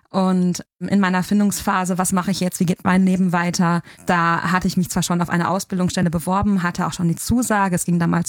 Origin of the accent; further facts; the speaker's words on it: North Rhine-Westphalia, Germany; also born or lived in Hesse; Also die Variante war, ich bin gebürtige Ruhrgebietlerin, war zwischendurch weg für mein Theologiestudium und bin dann wieder zurückgekommen.